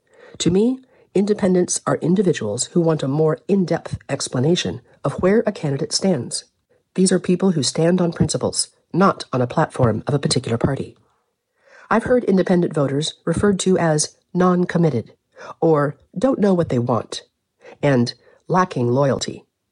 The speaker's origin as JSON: {"language": "English", "region": "West Virginia", "country": "United States", "said": "In my home state of West Virginia, we are being sidelined from important races"}